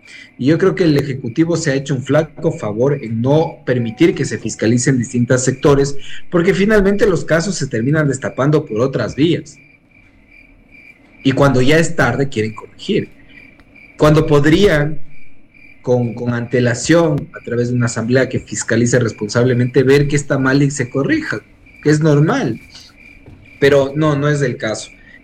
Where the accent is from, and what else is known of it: Ecuador